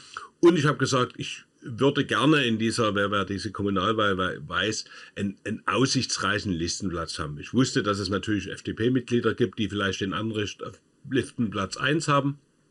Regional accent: Dresden, Saxony, Germany; ich würde nur im Wahlkreis auftreten, wo ich groß geworden bin, also in dem Wahlkreis Prohlitz, weil ich sage, das ist mein Hut, wo ich zu Hause bin, wo mich die Leute kennen

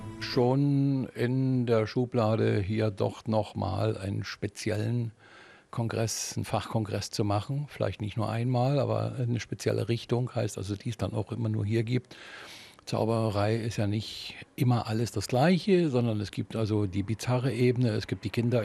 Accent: Görlitz, Saxony, Germany; Ich bin ja nur hier wieder hergekommen, weil ich gebürtiger Görlitzer bin, aber ansonsten bin ich weit außerhalb natürlich ein Begriff für viele.

